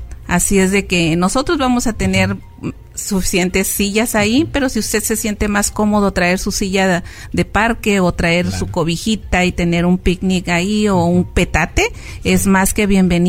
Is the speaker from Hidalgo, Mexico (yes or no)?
no; Oaxaca, Mexico; born there; moved away; tanto en Oaxaca, yo de niña iba a la Guelaguetza